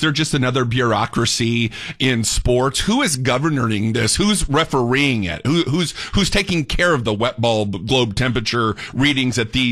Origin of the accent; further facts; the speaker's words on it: Indiana, United States; I mean, I remember the two-a-days, and I'm from Indiana, but I remember about dying on a football field